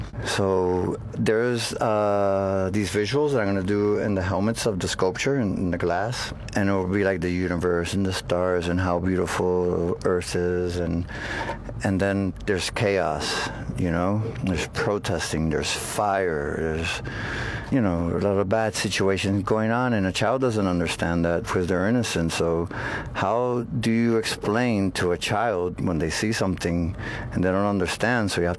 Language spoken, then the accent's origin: English; Puerto Rico; I'm from Puerto Rico.